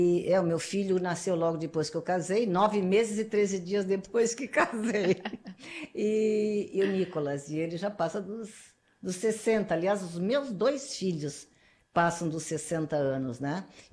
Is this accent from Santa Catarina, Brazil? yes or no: yes; Santa Catarina, Brazil; now in Porto Alegre, Brazil; Eu sou catarinense. Meus pais são de origem portuguesa, meu pai de São Francisco do Sul, minha mãe de Florianópolis … parente do Ercílio Luz, da Ponte.